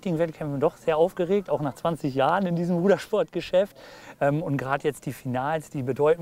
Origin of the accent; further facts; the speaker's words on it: Lower Saxony, Germany; Ich bin Niedersachse, ich bin Polizeibeamter in Niedersachsen.